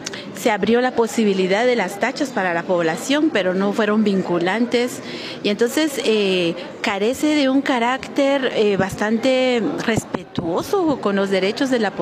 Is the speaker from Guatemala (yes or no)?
yes; Guatemala; seguimos siendo guatemaltecos